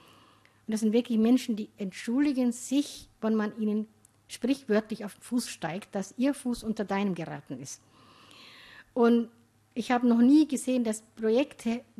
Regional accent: Somalia; ich komme aus Somalia, aber ich kann in Somalia nicht arbeiten

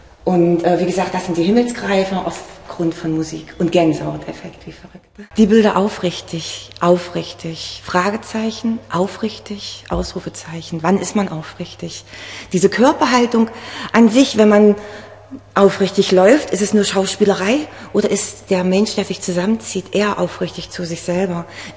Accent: Saxony-Anhalt, Germany; also born or lived in Sangerhausen; Ich bin 46 Jahre alt, in Sangerhausen geboren, in der wunderschönen Goldenen Aue aufgewachsen

